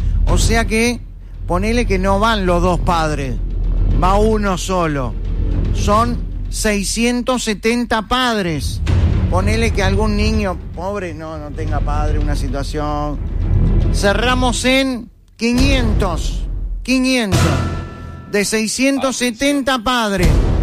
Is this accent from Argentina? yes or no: no; Uruguay; Esto es de las peores cosas que suceden en mi país.